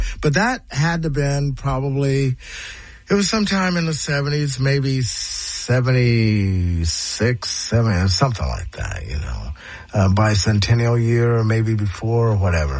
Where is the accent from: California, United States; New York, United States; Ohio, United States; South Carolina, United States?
Ohio, United States; And I go, yeah, man, I'm from Ohio.